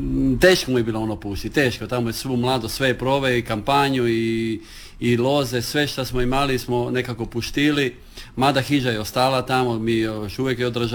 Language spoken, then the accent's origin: Croatian; Motovun, Istria County, Croatia; prvo reći iz Motovuna, iz Kaldira, to su moji korijeni, to je moj rod i jako sam ponosan